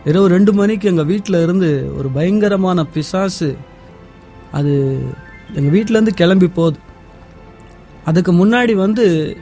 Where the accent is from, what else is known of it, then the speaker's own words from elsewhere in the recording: Chennai, Tamil Nadu, India; first language Telugu; Tamil is a second language; now in Tirupati, India; சென்னையில் நான் பிறந்து வளர்ந்ததால்